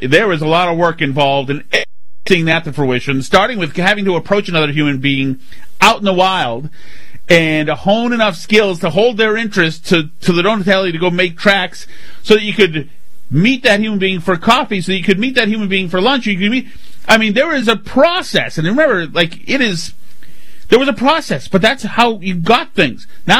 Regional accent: Boston, Massachusetts, United States; I grew up pretty much in Boston, like a lot of you guys did.

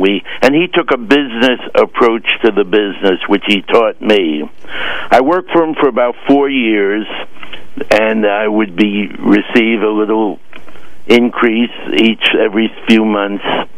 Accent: New York City, New York, United States; Well, very briefly, I was born in Manhattan.

